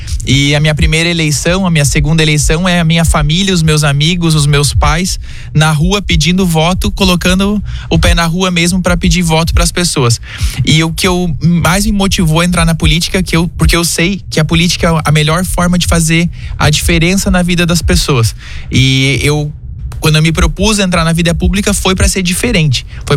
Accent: Balneário Camboriú, Santa Catarina, Brazil; eu tenho 28 anos, eu nasci e cresci aqui em Balneário Camboriú, sou filho de uma gaúcha que veio de Canela, no Rio Grande do Sul, há 35 anos atrás para nossa cidade, veio em busca de uma vida melhor também aqui no litoral catarinense. O meu pai é um catarinense do oeste

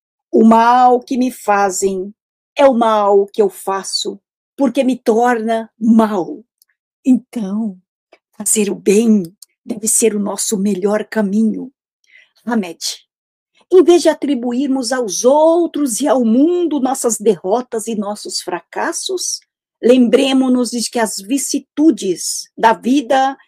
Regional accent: Caieiras, São Paulo, Brazil; Bom dia, sou de Caieiras, São Paulo.

